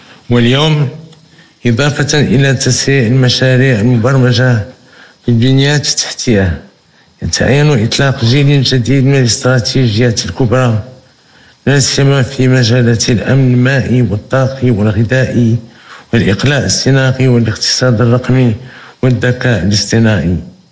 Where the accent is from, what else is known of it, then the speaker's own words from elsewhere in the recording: Morocco; إن أغلى إحساس عندي في حياتي هو اعتزازي بمغربيتي